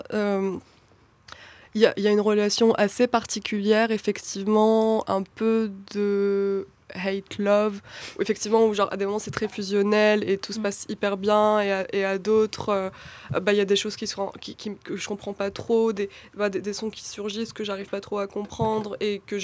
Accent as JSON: {"language": "French", "region": "Kabylie", "country": "Algeria", "said": "moi aussi je suis kabyle, donc on parle un peu Azul Flawen, etc."}